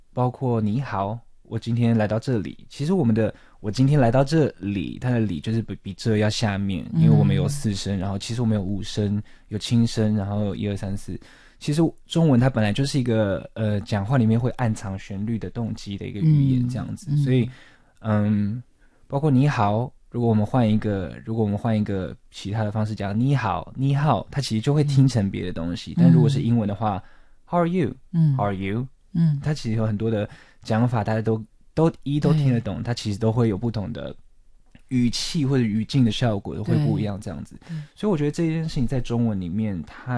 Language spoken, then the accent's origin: Chinese; Taiwan; 比如说我是台湾人